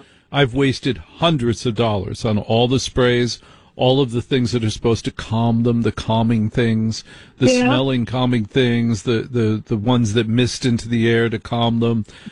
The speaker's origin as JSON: {"language": "English", "region": "New Jersey", "country": "United States", "tie": "born or raised there", "said": "And I grew up in New Jersey. And I had a Jersey mom."}